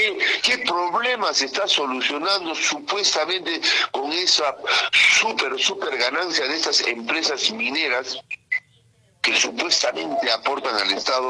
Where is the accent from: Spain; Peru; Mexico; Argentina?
Peru; nosotros somos los peruanos, nosotros somos los dueños.